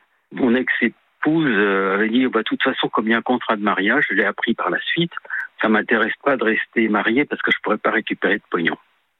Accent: Paris, Île-de-France, France; quand j'étais gamin, à Paris, je prenais le métro tout seul, j'avais 10 ans

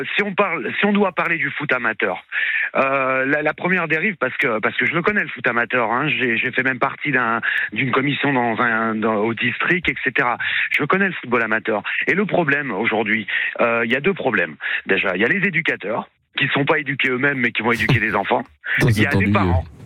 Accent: Bonifacio, Corsica, France; now in Bourg-en-Bresse, France; Parce que à la base, je viens de Bonifacio, alors du coup j'ai suivi mes parents quand j'étais plus jeune.

